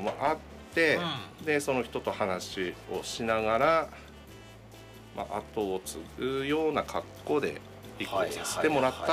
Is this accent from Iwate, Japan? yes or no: yes; Ninohe, Iwate, Japan; also born or lived in Sendai; 仙台で生まれてすぐこっち来たらしいんですよ、二戸に戻ってきて、まあ、生まれだけ仙台で育ちはもうこっちです。